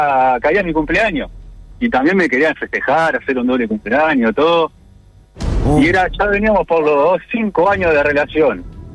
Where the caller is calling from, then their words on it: Montevideo, Uruguay; de Cerrito.